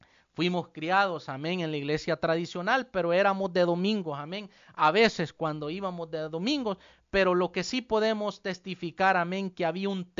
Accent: El Salvador; moved away as an adult; nosotros crecimos, amén, en un país, amén, nosotros vivíamos en El Salvador, amén, nosotros somos salvadoreños, amén, pero vivíamos en un país, amén, como ya muchos conocen, con mucha delincuencia, amén, un país muy peligroso

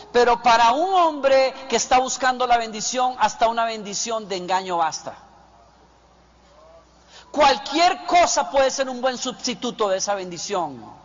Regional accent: Costa Rica; mi papá en Costa Rica, donde yo nací y me crié. Bueno, si se puede decir que me crié.

